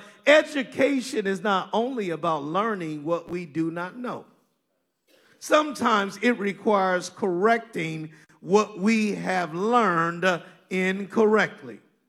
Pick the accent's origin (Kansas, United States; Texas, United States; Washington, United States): Kansas, United States; accent: country; now in Brooklyn, United States; I'm from Kansas. I know I pastor in Brooklyn, but I'm from Kansas, so sometimes, you know, my country accent gets in the way.